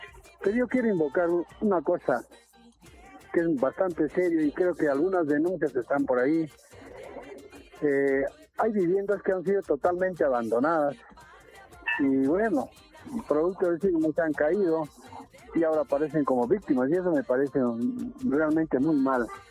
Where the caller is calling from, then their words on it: Peru; yo vivo en Chilca y hay mucha gente de la zona que son paisanos